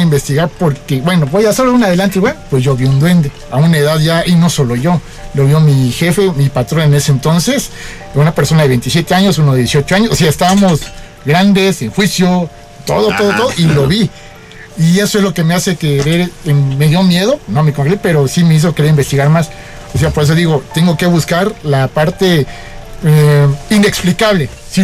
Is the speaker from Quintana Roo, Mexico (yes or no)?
yes; Cozumel, Quintana Roo, Mexico; No, yo soy de Quintana Roo, de Cozumel.